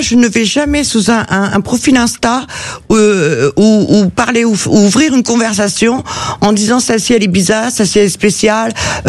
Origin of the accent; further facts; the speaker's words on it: Spain; parce que je suis pas française, déjà.